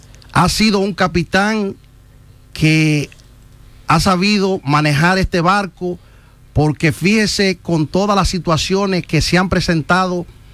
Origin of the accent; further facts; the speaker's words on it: Constanza, La Vega, Dominican Republic; now in Santo Domingo, Dominican Republic; nosotros venimos de un sector llamado Los Sánchez, de República Dominicana, del municipio de Constanza. Llegamos a la ciudad de Santo Domingo como todo ciudadano dominicano, detrás de sueños.